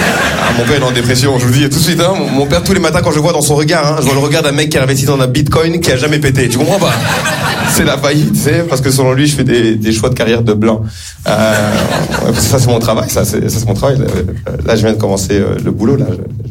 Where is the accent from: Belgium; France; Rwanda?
Rwanda; Je suis un Rwandais souriant et optimiste. Il n'y a pas beaucoup de Rwandais optimistes aujourd'hui, hein.